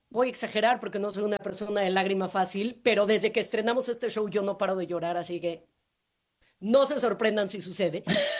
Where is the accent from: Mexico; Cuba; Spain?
Mexico; Somos mexicanos.